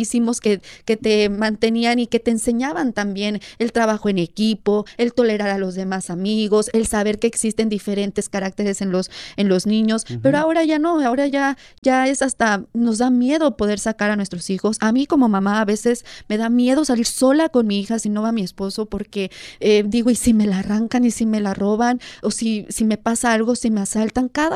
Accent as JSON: {"language": "Spanish", "town": "La Paz", "region": "Baja California Sur", "country": "Mexico", "tie": "born or raised there", "said": "yo me acuerdo cuando era chiquita, yo vivía en La Paz, Baja California Sur, casi toda mi niñez"}